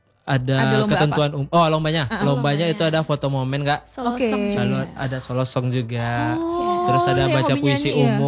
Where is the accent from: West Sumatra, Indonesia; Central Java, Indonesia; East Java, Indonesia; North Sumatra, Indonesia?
West Sumatra, Indonesia; dan kebetulan saya orang Minang, jadi ingin melaksanakan persembahan Minang itu di bulan bahasa gitu.